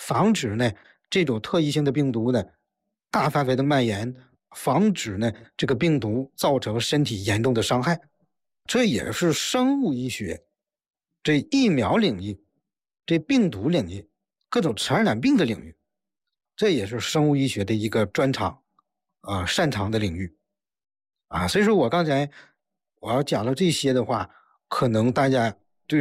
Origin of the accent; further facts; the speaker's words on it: China; 中国人我们